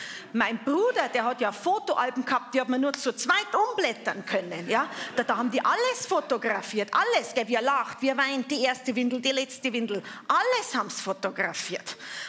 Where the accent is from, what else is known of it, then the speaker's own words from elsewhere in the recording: Germany; Ja, ich bin schon an der Grenze aufgewachsen, aber so nah auch wieder nicht.